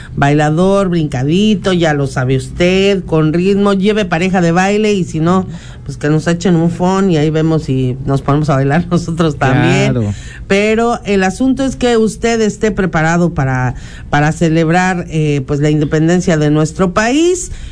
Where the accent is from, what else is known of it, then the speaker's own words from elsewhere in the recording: San Andrés Cholula, Puebla, Mexico; Mi terruño.